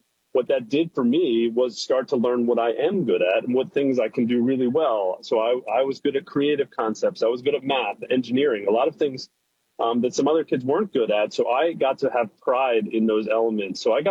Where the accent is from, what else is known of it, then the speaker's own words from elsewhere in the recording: Baltimore, Maryland, United States; now in Philadelphia, United States; Yeah, so I live in suburban Philadelphia now, but I grew up in Baltimore, and I am the middle of two sisters.